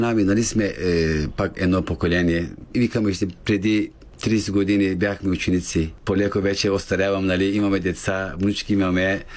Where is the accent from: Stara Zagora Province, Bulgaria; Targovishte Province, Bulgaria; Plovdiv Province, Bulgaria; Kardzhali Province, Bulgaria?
Kardzhali Province, Bulgaria; Momchilgrad; moved away as an adult; now in Izmir, Turkey; нали, по-хубаво говорим, защото и тя от идеята сме от Момчилград, от България сме